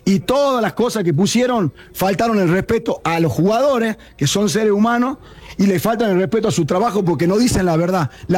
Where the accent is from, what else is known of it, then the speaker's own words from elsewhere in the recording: Salta, Argentina; Entonces sí, porque soy de Salta